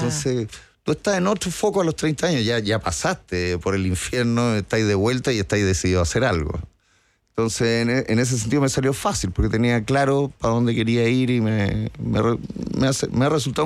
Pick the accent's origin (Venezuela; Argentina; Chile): Chile; Los Andes, Valparaíso; moved away as an adult; now in Santiago, Chile; soy provinciano, soy de Los Andes, entonces era venir a Santiago.